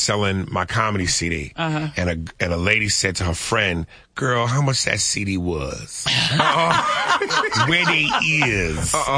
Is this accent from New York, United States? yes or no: yes; New York, United States; also born or lived in New Jersey; I'm from New York